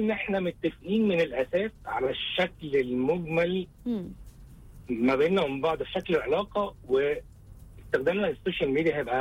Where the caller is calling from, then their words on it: Helwan, Cairo Governorate, Egypt; خارج من مصر الجديده، راجع على حلوان.